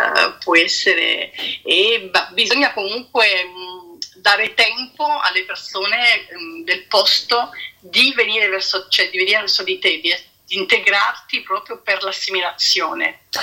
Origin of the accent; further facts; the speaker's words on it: Naples, Campania, Italy; Io sono napoletana, io sono di Napoli